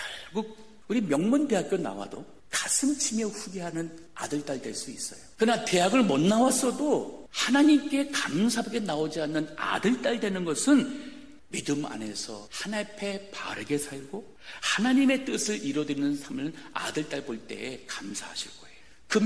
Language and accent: Korean; South Korea